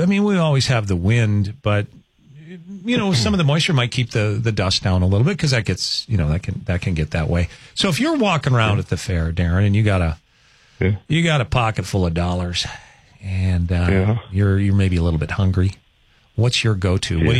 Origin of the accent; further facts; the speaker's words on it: Rugby, North Dakota, United States; moved away; I am from Rugby Town.